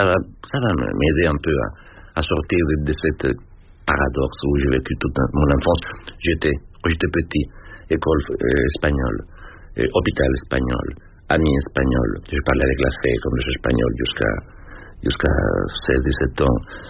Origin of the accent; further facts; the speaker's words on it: Mexico; French is a second language; moved away as an adult; now in France; Je suis venu en France à 21 ans. En fouillant un pays qui n'était pas le mien. Je suis né au Mexique, je chantais l'hymne national tous les lundis à l'école